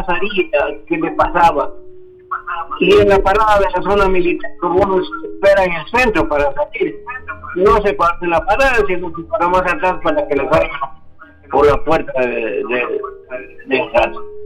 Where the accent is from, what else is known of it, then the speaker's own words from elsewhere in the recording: Zacatecas, Mexico; Yo soy una persona de Zacatecas.